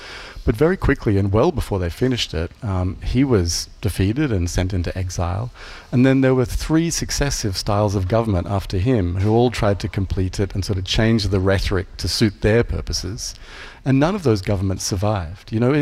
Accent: Australia; moved away; I might have a distorted view of it being an Australian. You're quite right to point that out because, you know, I've lived here almost 20 years, but I certainly grew up in Australia

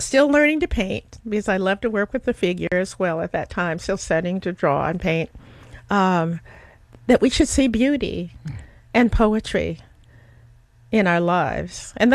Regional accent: Alaska, United States; moved away; I come from Alaska. I come from a community that was very supportive.

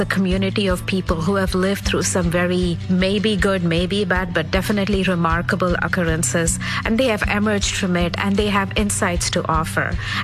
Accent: India; moved away as an adult; now in New York City, United States; I was born and raised in India.

